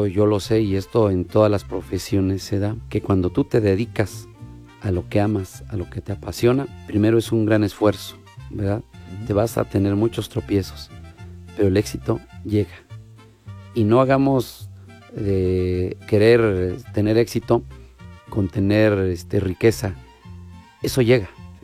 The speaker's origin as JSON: {"language": "Spanish", "country": "Mexico", "said": "nos identifica como mexicanos."}